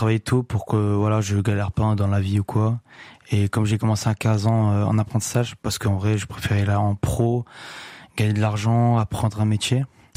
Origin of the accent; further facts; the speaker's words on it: Trappes, Île-de-France, France; born there; now in Limoges, France; j'ai 19 ans et je suis né à Trappes à Paris.